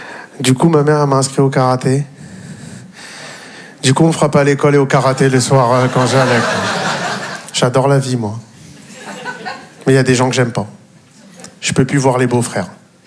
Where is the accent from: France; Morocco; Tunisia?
Morocco; Je suis marocain et ouais voilà, ça se voit pas du tout.